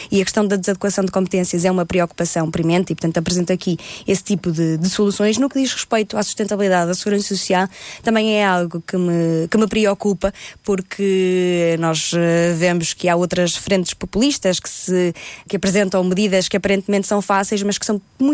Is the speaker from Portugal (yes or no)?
yes; Alfândega da Fé, Norte, Portugal; vindo eu de um distrito do interior, de um concelho muito pequenino, de Bragança, eu venho da Alfândega da Fé, do distrito de Bragança